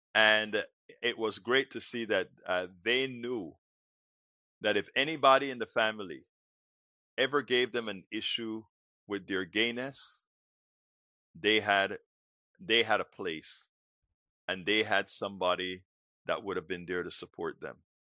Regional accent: Panama; I'm from a Caribbean Latino family, right? I'm from Panama.

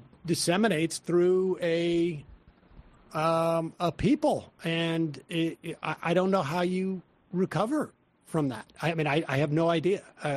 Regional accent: Worcester, Massachusetts, United States; And, you know, I grew up in Worcester, Massachusetts. It was not like a very, like, it was not the most Jewish of places, but we were, you know, in Hebrew school.

